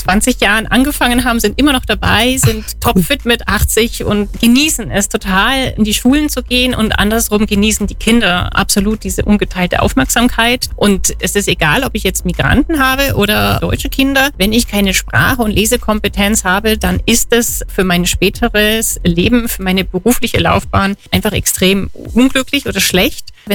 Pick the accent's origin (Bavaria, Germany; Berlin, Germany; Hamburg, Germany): Bavaria, Germany; Memmingen; dass ich dann mit dem Konzept wieder zurück nach Memmingen gekommen bin, meine Heimatstadt